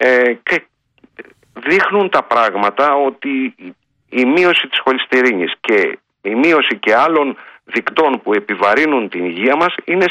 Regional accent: Greece; now in Laconia, Greece; στην κουλτούρα μας σαν Έλληνες και σαν ελληνικός λαός.

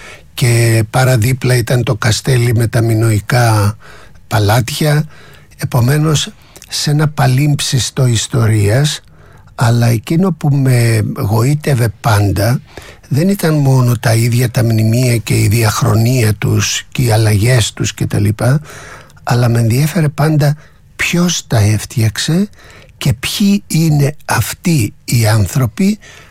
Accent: Chania, Crete, Greece; Γεννήθηκα στα Χανιά, στα Χανιά της Κρήτης.

